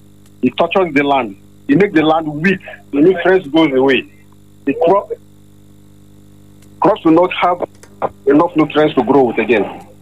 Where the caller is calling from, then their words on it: Nigeria; from Odata.